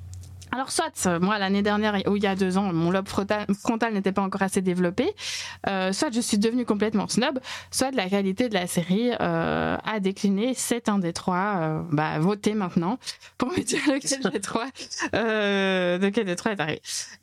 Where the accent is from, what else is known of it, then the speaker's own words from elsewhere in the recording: Belgium; Puisque moi, Knock, je connais, je suis belge.